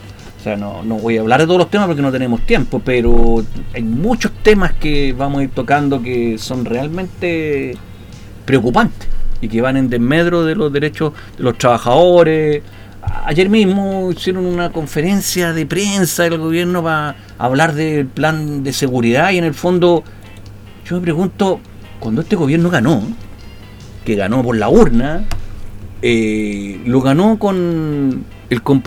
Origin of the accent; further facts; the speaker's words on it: Chile; yo soy chileno